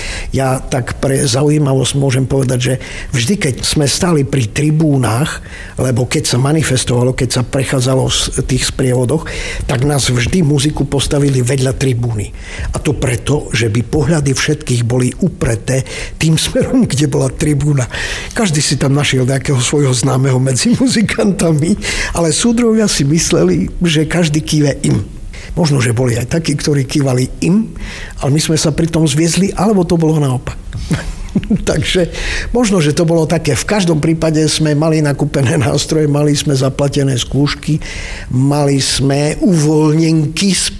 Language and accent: Slovak; Zemplín, Slovakia; now in Levoča, Slovakia; No ale nie som Levočan, ale som tu 40. rok. Títo spíšaci, lebo ja som Zemplínčan, tak títo spíšaci ma už prijali medzi seba.